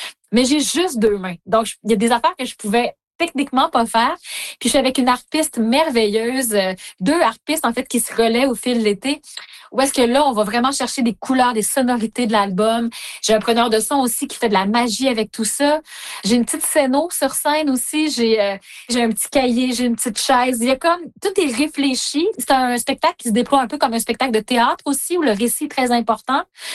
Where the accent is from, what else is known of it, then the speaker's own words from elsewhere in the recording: Carleton, Quebec, Canada; en tant que petite Gaspésienne